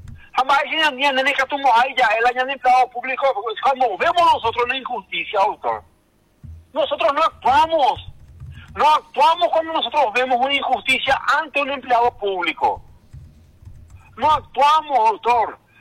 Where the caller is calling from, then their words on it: Paraguay; somos los paraguayos